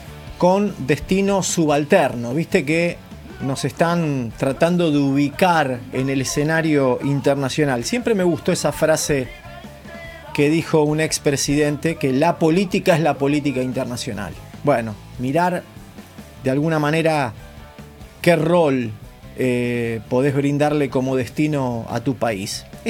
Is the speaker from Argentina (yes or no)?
yes; Argentina